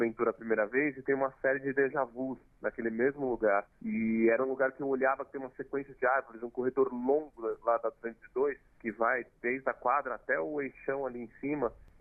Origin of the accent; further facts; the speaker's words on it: São Paulo, Brazil; now in Brasília, Brazil; Eu venho de São Paulo, que é uma cidade onde não tem espaço visual.